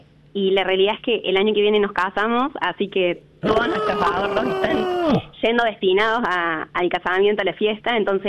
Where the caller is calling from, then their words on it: Río Tercero, Córdoba, Argentina; Yo soy de Río Tercero, en el interior de Córdoba.